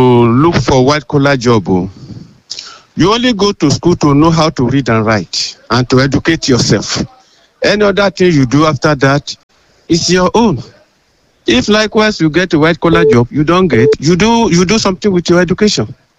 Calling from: Owo, Ondo, Nigeria; I'm calling from Owo.

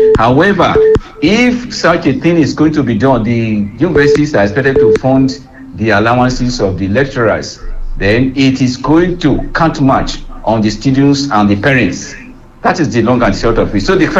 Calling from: Nigeria; I'm calling from Iwaroka.

